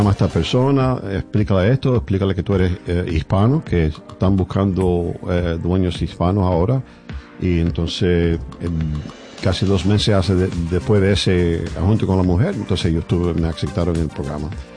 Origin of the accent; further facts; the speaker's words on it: Cuba; now in United States; yo soy cubano, que soy hispano.